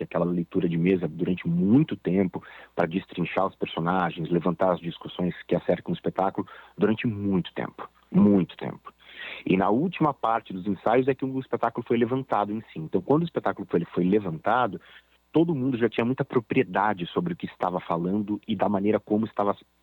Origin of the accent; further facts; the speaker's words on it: São Paulo, Brazil; me mudei para o Rio de Janeiro, sou de São Paulo, para fazer o espetáculo.